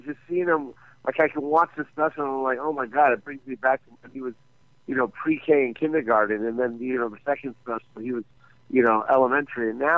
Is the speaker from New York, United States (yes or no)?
no; Las Vegas, Nevada, United States; And that's my hometown too.